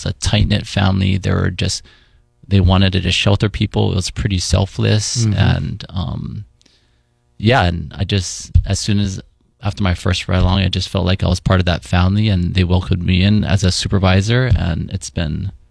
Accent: Honolulu, Hawaii, United States; So I'm born and raised in Hawaii. I grew up in Hawaii Kai. I went to Kaiser.

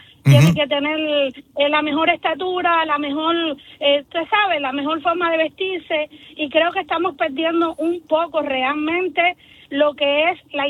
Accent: Cuba; Yo, como ella, soy cubana y tengo dos niñas. Tengo 44 años

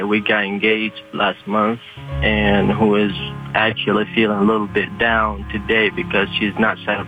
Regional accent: Iraq; moved away; I'm originally from Iraq.

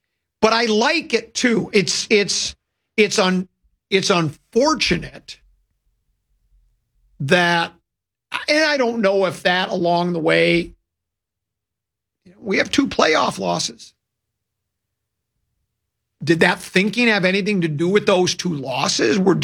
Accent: Woodbury, Minnesota, United States; We're both from Woodbury.

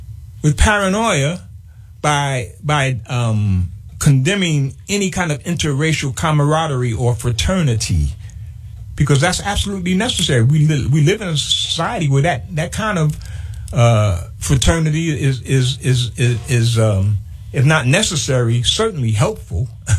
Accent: New Jersey, United States; born there; also born or lived in Harlem, New York; growing up in New Jersey

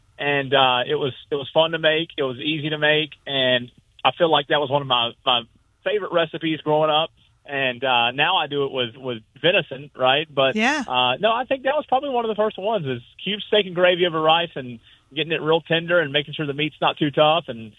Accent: Spartanburg, South Carolina, United States; I'm from Spartanburg, and obviously the community of Spartanburg-Greenville are near and dear to my heart.

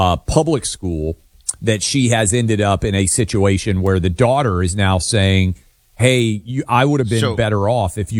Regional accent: Tennessee, United States; and my home state of Tennessee.

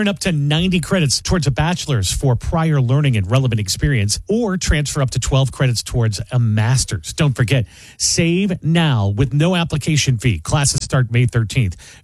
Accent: St. Louis, Missouri, United States; St. Louis.

